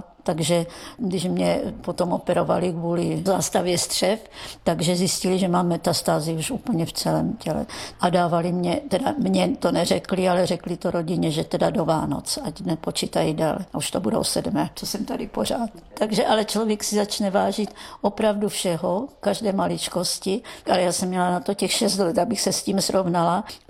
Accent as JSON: {"language": "Czech", "town": "Olomouc", "region": "Olomouc Region", "country": "Czechia", "said": "já jsem z Olomouce"}